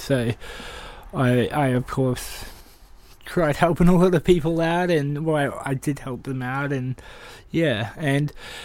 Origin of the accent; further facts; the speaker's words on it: Queensland, Australia; also born or lived in Christchurch, New Zealand; now in Collingwood, Australia; I'm from New Zealand, Christchurch, but grew up on a 40,000 acre property and then a 30 acre property in Queensland, and now I live in Collingwood.